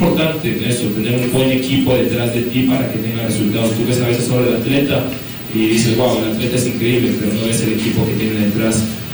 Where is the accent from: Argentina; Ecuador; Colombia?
Ecuador; también soy el primer ecuatoriano que va a un contender y gana así de rápido, 45 segundos, desde Ecuador.